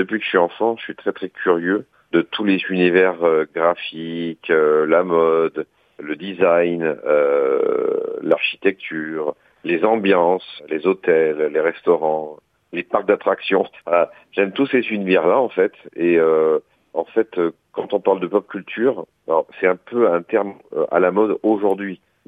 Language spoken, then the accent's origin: French; Montemaggiore, Corsica, France; j'ai grandi en Corse, évidemment, en Balagne, à Montemajor précisément.